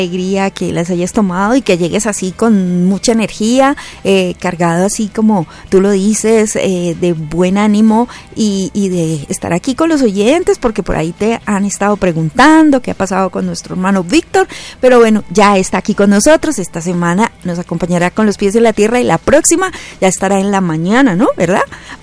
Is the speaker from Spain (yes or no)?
no; Fusagasugá, Cundinamarca, Colombia; moved away; Qué rico, mi tierra natal. Me saluda, por favor, a Fusa, dígale que la extraño